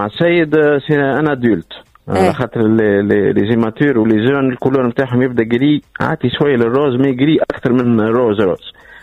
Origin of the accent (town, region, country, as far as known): Tunisia